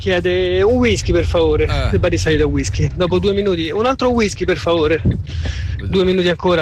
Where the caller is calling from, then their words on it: Pomezia, Lazio, Italy; da Pomezia.